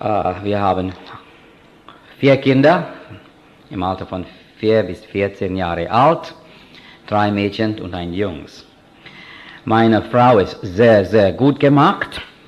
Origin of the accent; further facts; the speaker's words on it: India; Ich bin Inder. Ich liebe Indien. Ich liebe mein indisches Volk.